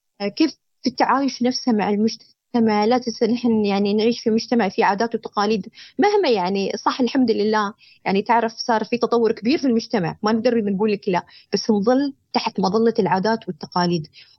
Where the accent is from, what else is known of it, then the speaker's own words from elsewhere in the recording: United Arab Emirates; بالنسبة نحن كمجتمع إماراتي